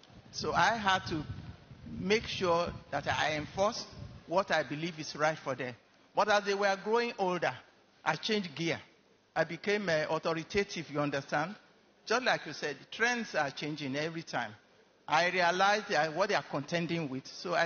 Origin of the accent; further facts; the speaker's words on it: Ondo, Nigeria; as an African, as a Nigerian, as an Ondo woman